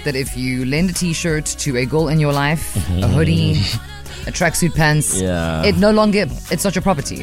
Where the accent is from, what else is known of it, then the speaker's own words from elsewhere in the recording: South Africa; we are South African